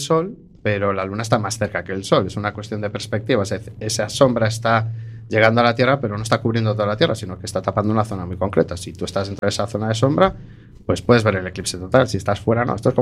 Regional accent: A Coruña, Galicia, Spain; No, no, porque soy coruñés.

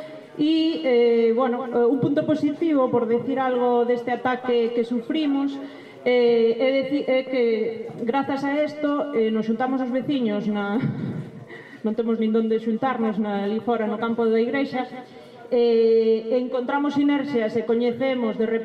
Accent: Chantada, Galicia, Spain; Bueno, hola a todos, nos vimos de Chantada, da provincia de Lugo, no sur de Lugo.

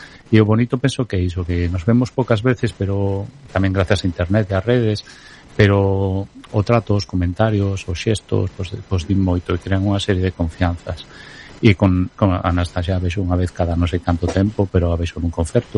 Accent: Ferrol, Galicia, Spain; now in Narón, Spain; Eu son de Ferrol

